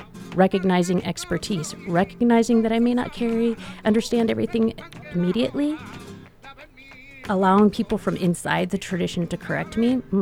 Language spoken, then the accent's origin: English; United States; being American alone, I understand the difference between me being brought up, raised in an American culture as opposed to somebody in Spain.